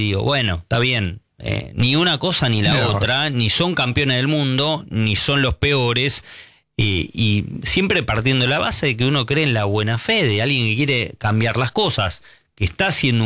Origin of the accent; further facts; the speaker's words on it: Chile; now in Argentina; Y vos pensás, Nelson, yo vengo de Chile. Vos comprás un producto en China, y te llega en 48 horas. Acá en Argentina son 10, 15 días.